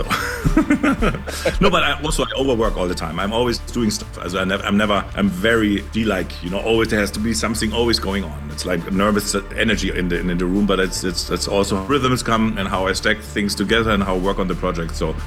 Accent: Munich, Bavaria, Germany; now in Berlin, Germany; I grew up in Munich, where everything stops at 8 o'clock in the evening, and on Sunday or on Saturday then no shops are open.

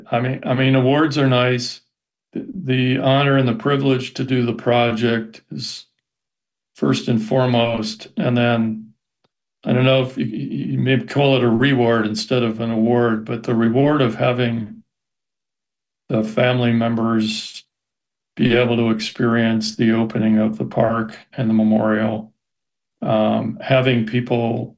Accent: Pennsylvania, United States; growing up in Pennsylvania, I had camped and canoed out in western Pennsylvania, where Somerset County is in the Laurel Highlands.

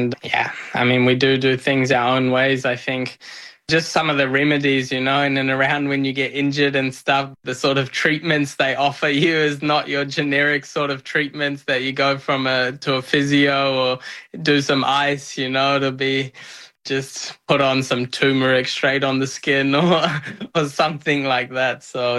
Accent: New Zealand; born there; Obviously, I was born in New Zealand, but I come from Indian background with Punjabi parents.

